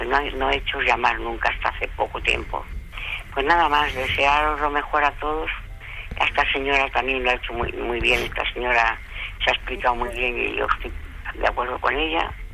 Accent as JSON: {"language": "Spanish", "town": "Riaza", "region": "Castile and León", "country": "Spain", "said": "Yo soy de Riaza, de Segovia, sí."}